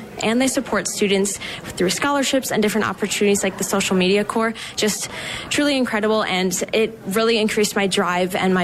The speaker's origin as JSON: {"language": "English", "region": "Wisconsin", "country": "United States", "tie": "born or raised there", "said": "even though I grew up in Wisconsin, there are still plenty of people to educate about the Alice in Dairyland program and Wisconsin agriculture."}